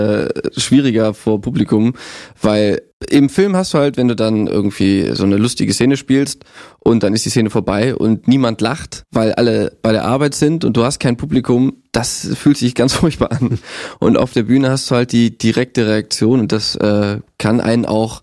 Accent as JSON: {"language": "German", "town": "Mönchengladbach", "region": "North Rhine-Westphalia", "country": "Germany", "lives_now": "Berlin, Germany", "said": "Jetzt bin ich Berliner, genau, seit 1,5 Jahren."}